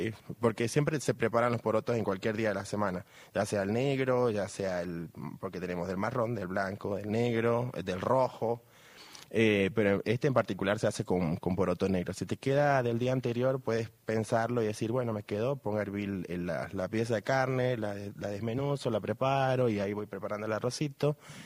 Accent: Venezuela; moved away

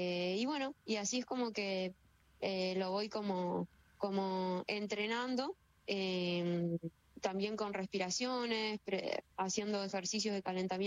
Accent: General Roca, Río Negro, Argentina; No, yo soy de Río Negro, es General Roca, entonces siempre me gustaron como los desafíos

